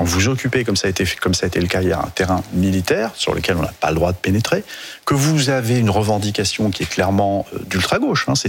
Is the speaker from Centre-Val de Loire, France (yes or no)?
yes; Centre-Val de Loire, France; Vous êtes sur une zone qui est un polygone militaire que je connais bien, puisque je suis originaire du département du Cher.